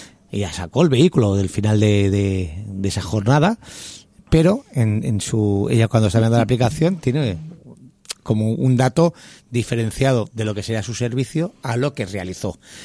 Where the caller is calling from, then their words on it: Sant Adrià de Besòs, Catalonia, Spain; Yo vivo en San Adrián del Besós